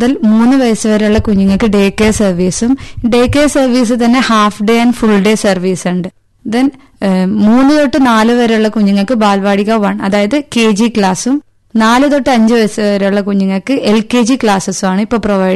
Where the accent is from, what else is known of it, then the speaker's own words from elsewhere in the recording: Kavaratti, Lakshadweep, India; ഞാൻ കവരത്തി ദ്വീപ് സ്വദേശിനിയാണ്.